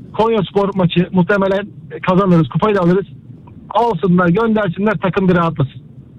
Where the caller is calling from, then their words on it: Istanbul, Turkey; Trabzonspor taraftarıyım. İstanbul'dan arıyorum.